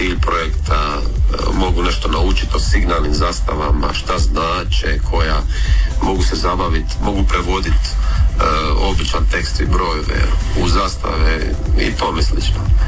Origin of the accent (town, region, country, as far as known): Orebić, Dubrovnik-Neretva County, Croatia